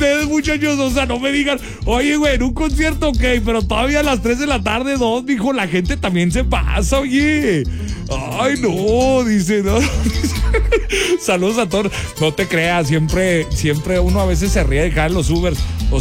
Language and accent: Spanish; Mexico; nosotros como mexicanos